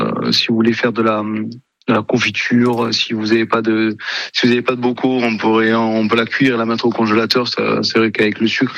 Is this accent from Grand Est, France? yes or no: no; Marseille, Provence-Alpes-Côte d'Azur, France; now in Mazan, France; j'ai grandi à Marseille